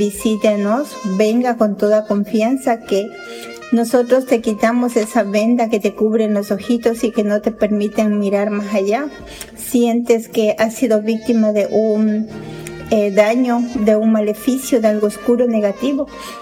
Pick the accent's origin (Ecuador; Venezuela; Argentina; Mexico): Ecuador; Soy ecuatoriana y me encuentro para ayudar a todos mis amigos.